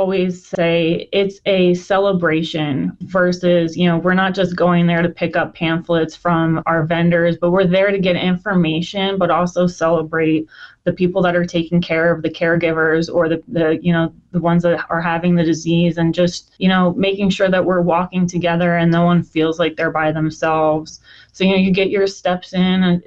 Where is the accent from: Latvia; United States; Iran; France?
United States; New Jersey; moved away as an adult; now in Las Vegas, United States; I was originally from New Jersey, and it's affected my family there. So I started there. And then when I moved here about 14 years ago